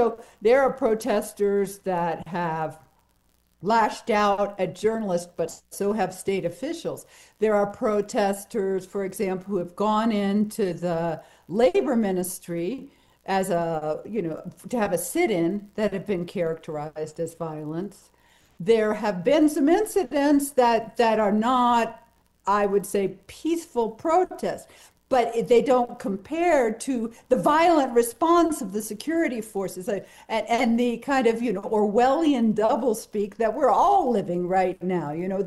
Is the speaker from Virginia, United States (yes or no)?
yes; Virginia, United States; I'd like to share my solidarity because I am also from Virginia.